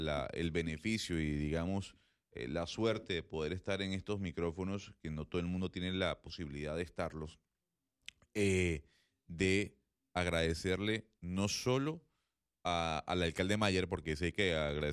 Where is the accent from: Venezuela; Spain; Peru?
Venezuela; now in Panama; Como venezolano, como ser humano, agradecido.